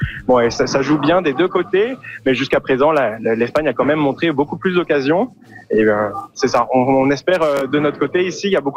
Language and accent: French; France; now in Sept-Îles, Canada; Mais vous l'entendez à mon accent. Moi, je suis français.